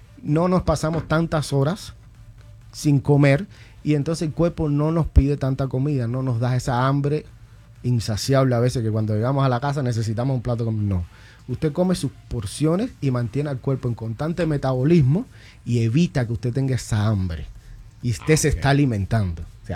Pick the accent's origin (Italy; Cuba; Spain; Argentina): Cuba; moved away; Yo soy cubano, nosotros los cubanos adictos al pan. Es, viene así en nuestra idiosincrasia.